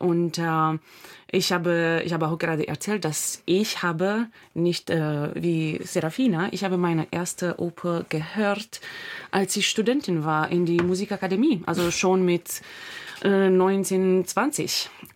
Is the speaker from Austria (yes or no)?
no; Romania; German is a second language; moved away as an adult; now in Berlin, Germany